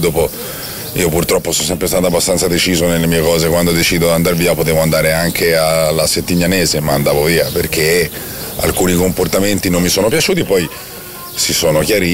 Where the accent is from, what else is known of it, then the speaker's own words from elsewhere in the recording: Florence, Tuscany, Italy; born there; sono nato a Firenze